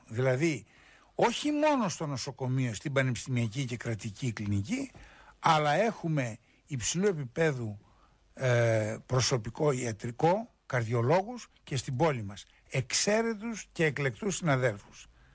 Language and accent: Greek; Peloponnese, Greece; moved away; also born or lived in Thessaloniki; διότι είμαι και εγώ από την Πελοπόννησο.